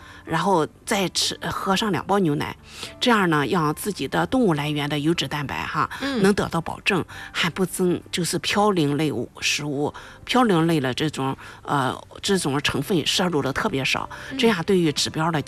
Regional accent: China; 我们中国人比较喜欢煲汤哈，尤其是南方人，

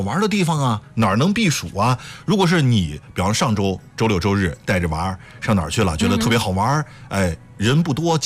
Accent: Zibo, Shandong, China; 欢迎大家来我的家乡淄博周村。

